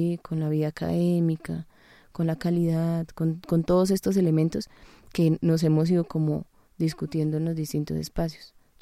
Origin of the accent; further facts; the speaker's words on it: Colombia; la realidad que vivimos como sociedad colombiana.